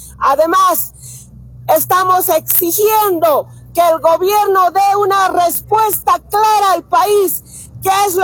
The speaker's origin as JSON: {"language": "Spanish", "country": "Bolivia"}